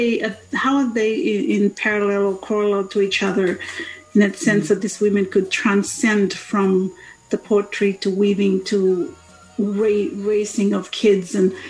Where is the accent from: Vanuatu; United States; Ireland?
Vanuatu; and then obviously even I'm from Vanuatu